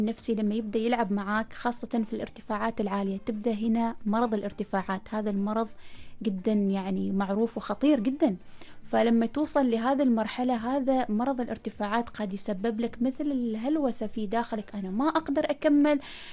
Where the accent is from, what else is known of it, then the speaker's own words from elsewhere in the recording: Oman; أنا كوني شابة عمانية